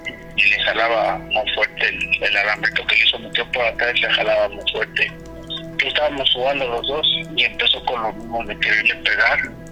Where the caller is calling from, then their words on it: Mexico City, Mexico; Nosotros somos aquí de Tepito.